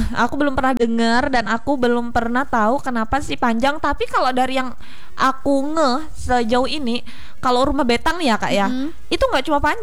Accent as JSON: {"language": "Indonesian", "region": "Java", "country": "Indonesia", "said": "aku juga pendatang. Aku dari Jawa, Kak Olip dari Sumatera. Jadi kita tuh kayak sangat-sangat beragam di Kalimantan Tengah ini, Kak Olip."}